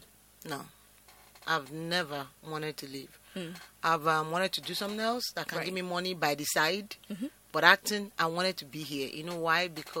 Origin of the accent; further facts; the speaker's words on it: Port Harcourt, Rivers, Nigeria; moved away as an adult; also born or lived in Abia State; now in Lagos, Nigeria; My parents are from Abia State, West local government area in Abia State, but I was born and raised in Port Harcourt, so I'm a born River State person.